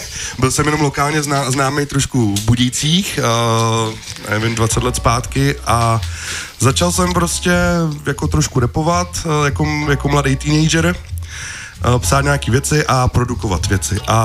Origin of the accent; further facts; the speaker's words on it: České Budějovice, South Bohemian Region, Czechia; já jsem Budějčák